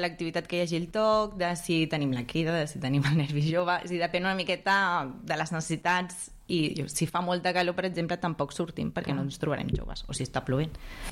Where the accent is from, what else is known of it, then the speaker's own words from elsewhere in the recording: Catalonia, Spain; jo he treballat en centres oberts, en espais joves, més o menys també, però clar, jo vinc del Baix Llobregat, i és bastant diferent que aquí.